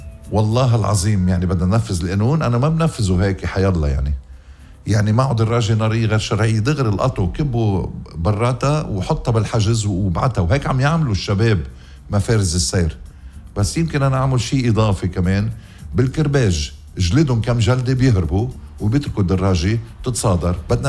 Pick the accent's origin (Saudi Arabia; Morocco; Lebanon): Lebanon; آخ يا بلدي لبنان